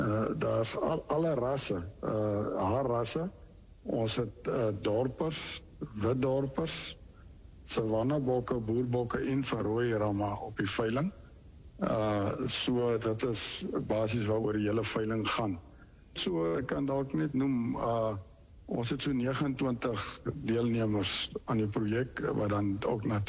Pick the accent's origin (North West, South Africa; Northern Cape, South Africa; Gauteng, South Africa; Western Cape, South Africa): Northern Cape, South Africa; Ek is van die Noord-Kaap, ek boer in die Prieska omgewing.